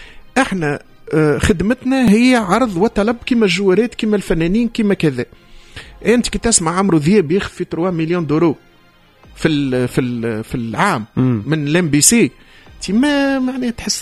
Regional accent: Zaghouan Governorate, Tunisia; born there; moved away; أنا نجي من نقرة في الفحص ولا في النظور نجي لتونس في العطلة الصيفية بحذا خالي لهنا في حي الملاح، نعدي العطلة الصيفية لهنا

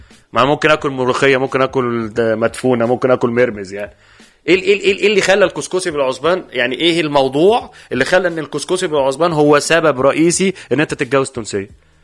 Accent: Egypt; بس هكون انا مصري ومعايا اتنين توانسه.

